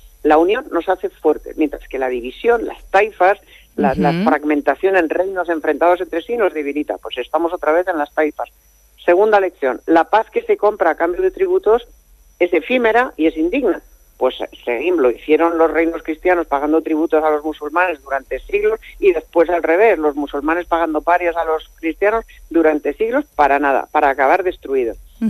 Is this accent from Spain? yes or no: yes; Spain; a mí me avergüenza como española